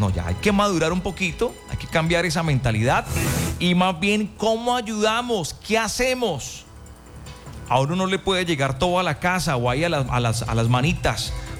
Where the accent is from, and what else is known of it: Colombia